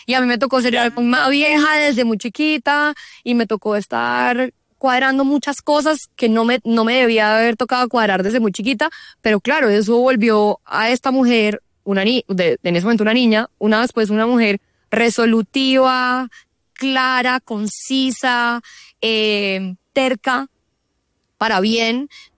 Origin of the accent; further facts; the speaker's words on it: Bogotá, Bogotá Capital District, Colombia; born there; yo pues soy andina, nací en Bogotá